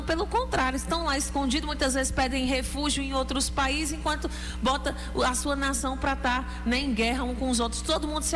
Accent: Brazil

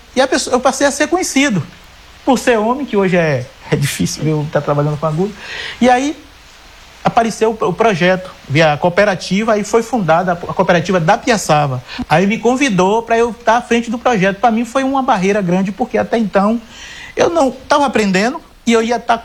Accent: Ituberá, Bahia, Brazil; E de onde? Eu sou de Ituberá.

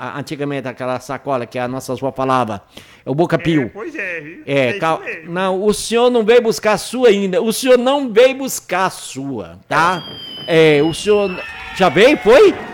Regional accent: Brazil; eu, como brasileiro

